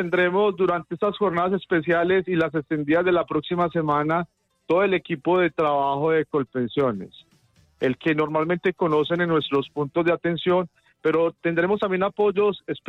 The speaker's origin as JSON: {"language": "Spanish", "country": "Colombia"}